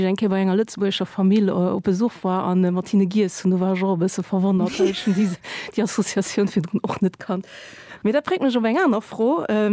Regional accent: Portugal; ich als Portugiesin

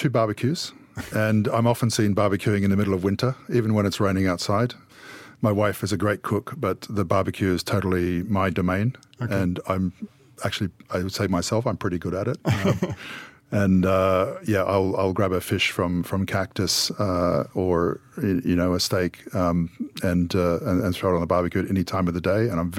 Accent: Northern Territory, Australia; now in Luxembourg; where I grew up in Northern Territory

